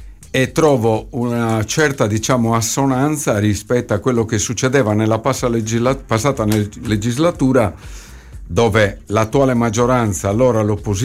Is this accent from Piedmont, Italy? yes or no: no; Orosei, Sardinia, Italy; Orosei. Bassa Baronia. E quindi il cittadino normale ti chiede, ma cosa state facendo?